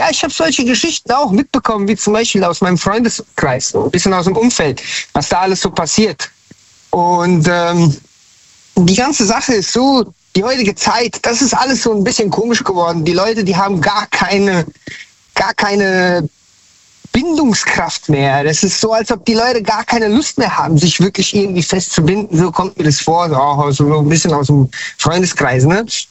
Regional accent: Frankfurt, Hesse, Germany; now in Hanau, Germany; tatsächlich, ich bin kein gebürtiger Hesse. Also eigentlich komme ich von ganz woanders her, aber ich bin in Hessen, Hanau, Hessen, Frankfurt aufgewachsen und bin dann nach Hanau gezogen.

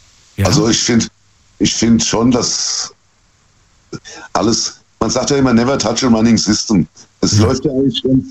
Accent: Germany; ja, ich bin Deutscher, sagen wir mal so.

